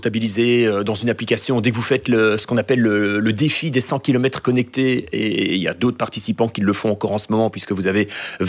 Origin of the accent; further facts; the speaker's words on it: Chimay, Wallonia, Belgium; now in Brussels, Belgium; je vais aller de Bruxelles, là où je vis, à Chimay, là où j'ai grandi.